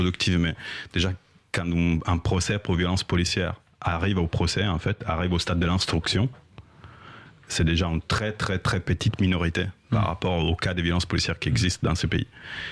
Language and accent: French; Italy; now in Paris, France; Très vite, je suis journaliste, je suis italien, mais je vis à Paris depuis longtemps